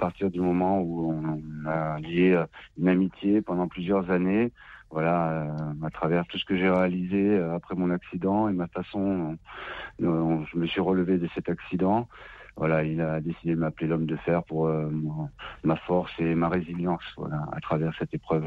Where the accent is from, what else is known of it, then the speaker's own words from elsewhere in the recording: France; ce nom me vient d'un homme assez connu chez nous en France